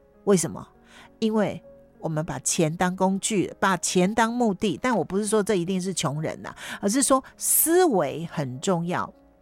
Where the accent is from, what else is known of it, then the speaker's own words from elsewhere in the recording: Taiwan; 台湾话说得很好听，我们说台语说怕算